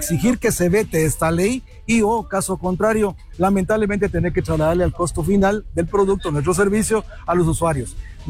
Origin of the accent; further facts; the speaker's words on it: Guatemala; como guatemaltecos y operadores del transporte